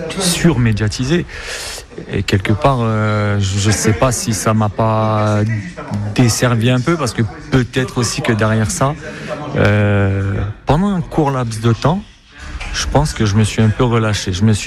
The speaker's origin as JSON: {"language": "French", "town": "Lyon", "region": "Auvergne-Rhône-Alpes", "country": "France", "tie": "born there", "moved": "yes", "lives_now": "Bastia, France", "said": "je suis né à Lyon, Lyon 3, de père corse et de mère italienne. J'ai toujours grandi dans la culture corse parce que ça parlait pas beaucoup français à la maison, donc on n'avait pas trop le choix si on voulait communiquer. Et après je suis rentré à Bastia très tôt"}